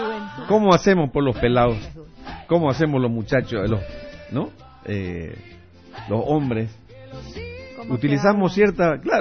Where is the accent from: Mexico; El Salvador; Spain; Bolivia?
Bolivia; eastern lowlands; cómo somos, claro, los cambas. Utilizamos otro lenguaje a veces